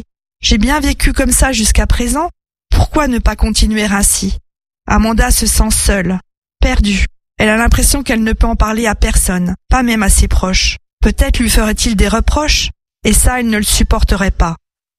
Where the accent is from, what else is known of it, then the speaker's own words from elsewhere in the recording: Dijon, Bourgogne-Franche-Comté, France; je peux me considérer comme dijonnaise vu que je suis née à Dijon et que je vis depuis ici depuis assez longtemps